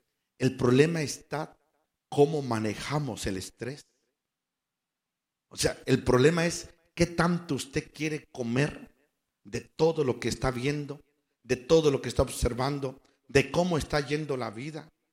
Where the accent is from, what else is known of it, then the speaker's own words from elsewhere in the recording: Michoacán, Mexico; now in United States; yo soy de la Peña Colorada. Allá de un rancho, por allá, por Tangamanapio. Entonces, gracias al Señor que llegué aquí y los años que Dios me ha permitido vivir aquí